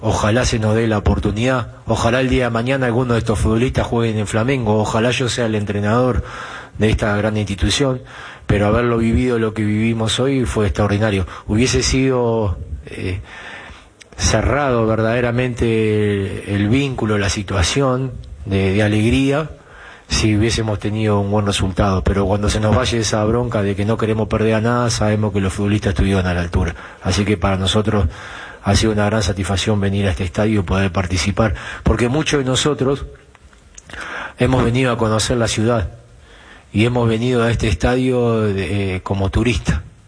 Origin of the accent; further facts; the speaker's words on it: Uruguay; Yo soy uruguayo